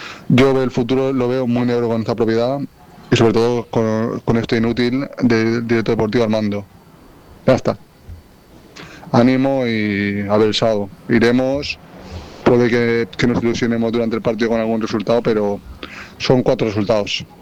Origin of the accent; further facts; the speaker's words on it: Balearic Islands, Spain; los 6.000 aficionados que de verdad somos de Mallorca